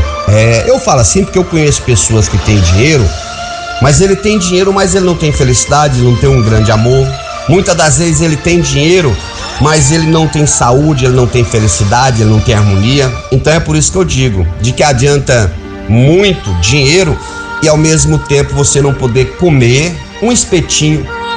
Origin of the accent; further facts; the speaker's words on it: Bahia, Brazil; Sou baiano com muito orgulho, graças a Deus.